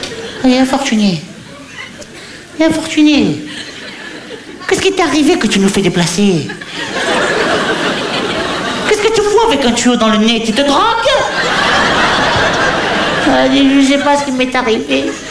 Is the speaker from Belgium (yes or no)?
no; Hauts-de-France, France; Mais non, je suis du Pas-de-Calais. Je suis du Pas-de-Calais.